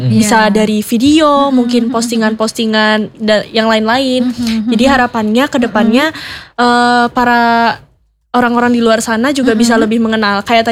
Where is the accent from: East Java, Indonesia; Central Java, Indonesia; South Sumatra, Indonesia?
Central Java, Indonesia; Cilacap; identitas kita sebagai warga Cilacap.